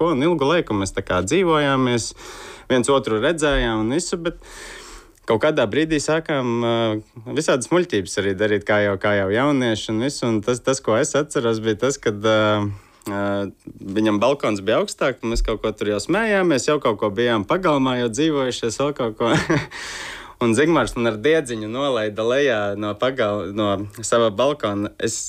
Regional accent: Koknese, Aizkraukle Municipality, Latvia; mēs abi divi esam no Koknesas un dzīvojām daudz dzīvokļu mājā. Es dzīvoju otrajā stāvā

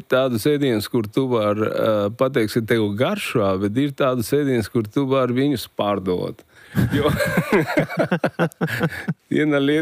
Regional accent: Mexico; Latvian is a second language; moved away as an adult; now in Latvia

